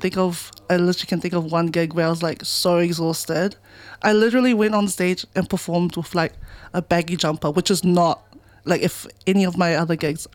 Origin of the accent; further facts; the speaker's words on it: Auckland, New Zealand; coming from Avondale